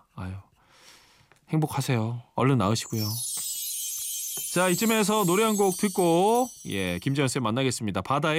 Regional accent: Ulsan, South Korea; 저도 이제 수민 작가도 울산 출신이라 저희가 살 때만 해도 고래는 뛰지 않았거든요.

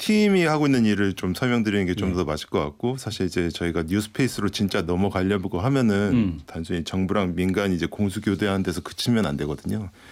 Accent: Japan; 제가 어렸을 때 일본에서 자랐는데요.

